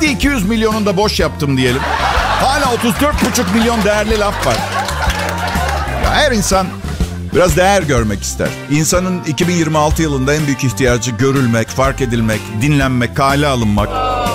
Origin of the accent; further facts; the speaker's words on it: Istanbul, Turkey; Tophane'de doğdum, Şişli bebesiyim. Sadece adım İtalyan.